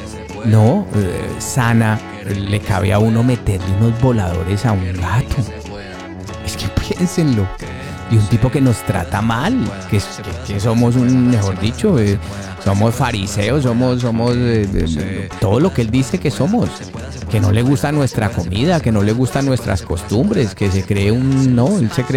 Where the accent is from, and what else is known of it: Colombia